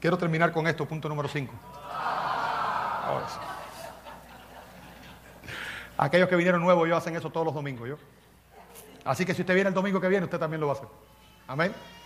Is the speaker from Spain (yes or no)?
no; Cuba; moved away; como decían en mi país, en Cuba dicen el asadón